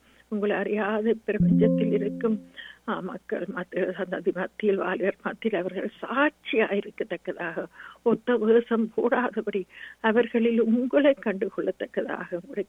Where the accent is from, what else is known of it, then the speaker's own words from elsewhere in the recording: Sri Lanka; moved away; நாங்கள் பிறந்து வளர்ந்த எங்கள் தீவுக்காக